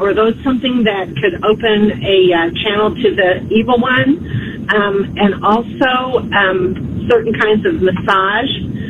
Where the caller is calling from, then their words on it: Illinois, United States; I'm from East Central Illinois